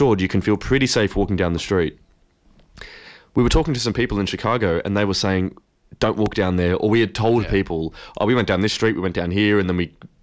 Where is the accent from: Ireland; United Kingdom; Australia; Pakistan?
Australia; as an Australian, you can pretty much walk anywhere in Sydney or Melbourne and feel safe.